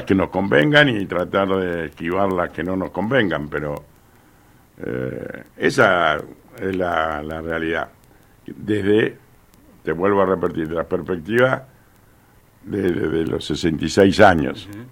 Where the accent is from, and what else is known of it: Argentina